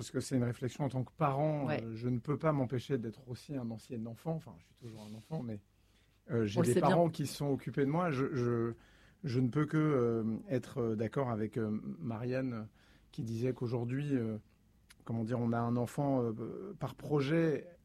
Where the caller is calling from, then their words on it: Brittany, France; Moi, j'habite en Bretagne.